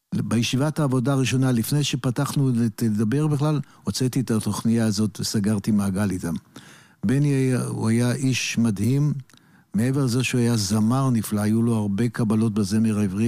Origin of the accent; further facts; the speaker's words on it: Haifa, Haifa District, Israel; קראנו לעצמנו … בגלל שאנחנו מהקרמל.